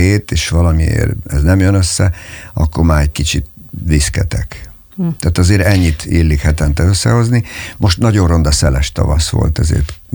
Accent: Hungary; egy hatalmas angol parkban nőttem föl, két kastélyban, aminek az egyik vége a Balaton volt. Édesanyám üdülővezető volt.

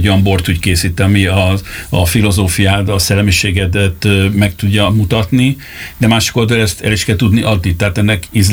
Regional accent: Kaposvár, Somogy, Hungary; now in Vecsés, Hungary; én kaposvári vagyok, tehát vidéki. Tehát én Budapestet őszintén nem szeretem. Most is ugye Vecsésen lakunk, az is kvázi falu, az városi jogilag

